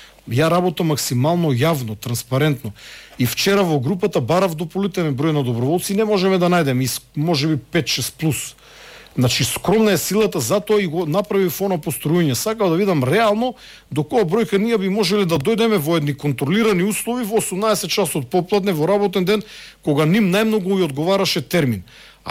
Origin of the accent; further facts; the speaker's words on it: Štip, Eastern, North Macedonia; Јас потекнувам од Штип. Ако јас отидам во Дренов дол, ти не знаеш каде е Дренов дол, а си од Штип. А ја таму изрснав, како дете идев таму.